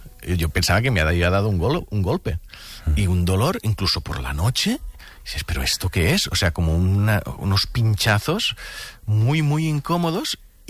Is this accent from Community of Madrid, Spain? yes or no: no; Catalonia, Spain